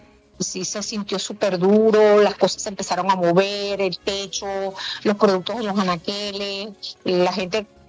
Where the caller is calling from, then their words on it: Venezuela; ver qué fuertes somos los venezolanos y desde aquí, desde donde vivo, que estoy como a 6 horas de donde ocurrió el desastre